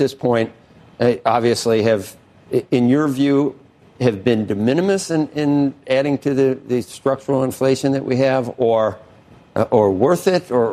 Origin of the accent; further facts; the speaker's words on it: New Jersey, United States; I'm from New Jersey.